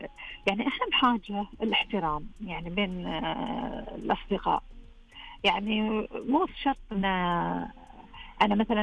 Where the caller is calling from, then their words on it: Saihat, Eastern Province, Saudi Arabia; تعرفت عليها في الغزو لما جو عندنا في سيهات.